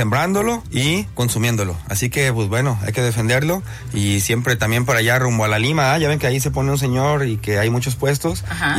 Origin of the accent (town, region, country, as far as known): Mexico